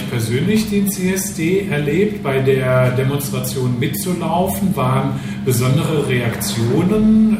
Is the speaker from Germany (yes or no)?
yes; Frankfurt, Hesse, Germany; Ich bin Frankfurter. Da macht man natürlich immer Witze über die Offenbacher.